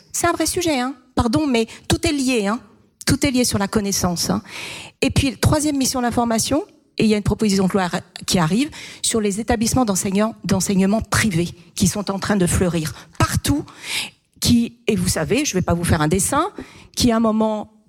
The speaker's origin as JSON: {"language": "French", "region": "Brittany", "country": "France", "said": "Forcément, je suis bretonne."}